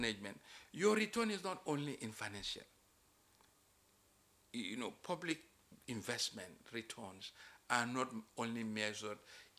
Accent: Lower River, Gambia; I'm from Jara.

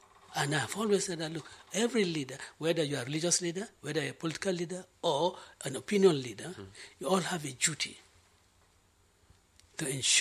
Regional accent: Banjul, Gambia; When I grew up in Half-Die.

